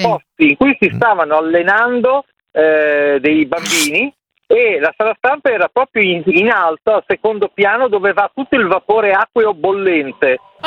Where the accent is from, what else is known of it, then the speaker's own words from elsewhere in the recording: Ferrara, Emilia-Romagna, Italy; perché vengo da Ferrara.